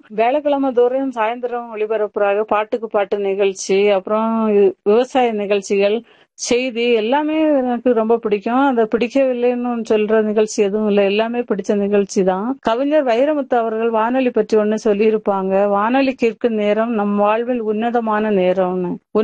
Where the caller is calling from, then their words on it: Tamil Nadu, India; நான் ஊட்டி எஃப்எம் நேயர் கீழ்கோடப்பம் வந்து